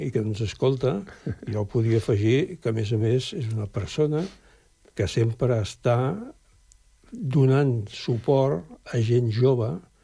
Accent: Andorra; born there; Clar, bueno, som nascuts d'Andorra, per les circumstàncies també especials.

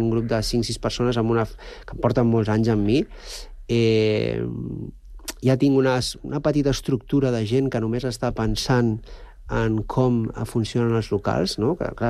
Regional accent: Manresa, Catalonia, Spain; Jo sóc d'una ciutat mitjana, jo he nascut a Manresa

